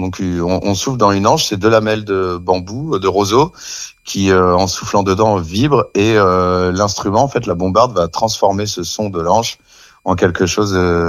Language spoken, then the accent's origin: French; Marcq-en-Barœul, Hauts-de-France, France; moved away as an adult; also born or lived in La Madeleine / Douai; now in Brittany, France; À la base, je suis ch'ti, donc j'arrive de Lille. Je suis né à Marc-en-Barœul, dans le nord de la France. Et j'ai commencé la musique vers l'âge de 5-6 ans à l'école de musique d'abord de la Madeleine, la ville où j'habitais.